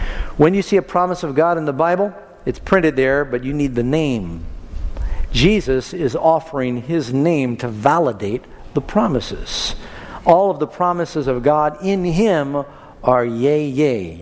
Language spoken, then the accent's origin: English; New York City, New York, United States; I grew up in New York City